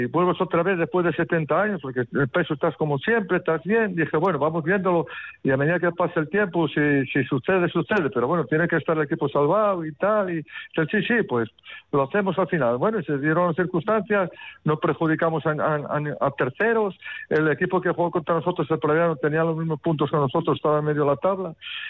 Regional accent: Bilbao, Basque Country, Spain; Por eso soy de Bilbao, por el Chopo.

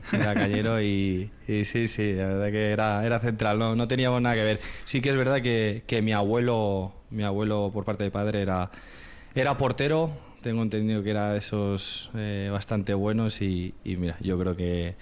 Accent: Jávea, Valencian Community, Spain; moved away; en mi pueblo, en Javea

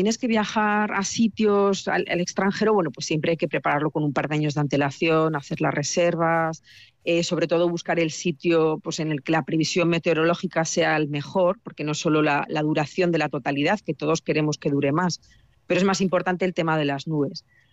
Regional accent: Calahorra, La Rioja, Spain; Yo soy de Calahorra, de La Rioja

